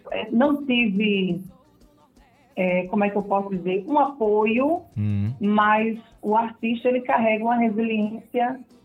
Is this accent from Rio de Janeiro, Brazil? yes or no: no; Surubim, Pernambuco, Brazil; Diretamente de Surubim, Pernambuco, terra da vaquejada.